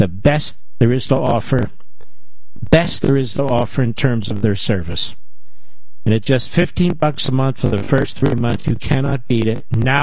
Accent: Philadelphia, Pennsylvania, United States; born there; I was born in Pennsylvania. Remember that? And born in Philadelphia.

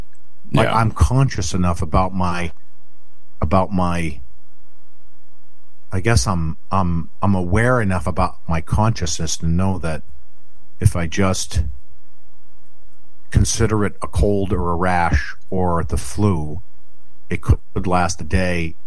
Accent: Lebanon, New Hampshire, United States; I remember growing up in Lebanon, that corner was just like death central

